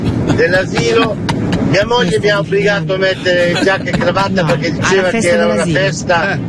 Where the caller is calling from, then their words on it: Busto Arsizio, Lombardy, Italy; da Busto Arsizio.